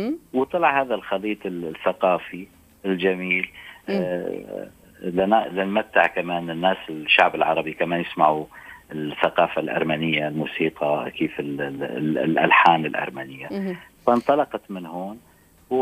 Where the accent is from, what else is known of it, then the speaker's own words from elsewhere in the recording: Qamishli, Al-Hasakah Governorate, Syria; أنا ترعرعت بمدينة في سوريا اللي هي شمال سوريا صاير على الحدود تركيا والعراق، اسمها مدينة القمشلي.